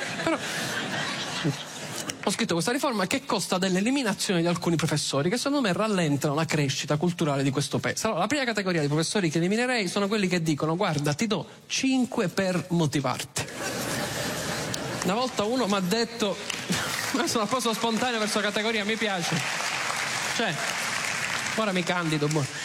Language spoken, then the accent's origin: Italian; Southern Italy, Italy; Io, in quanto terrone, sbaglierò i verbi transitivi e intransitivi anche stasera. Perché noi abbiamo questa caratteristica